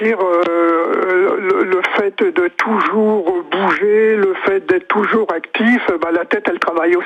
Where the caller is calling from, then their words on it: Hauts-de-France, France; Je suis en Picardie